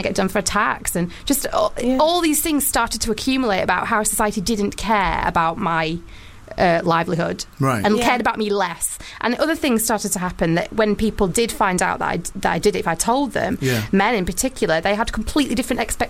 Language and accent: English; Wakefield, Yorkshire and the Humber, United Kingdom; I'm from Wakefield.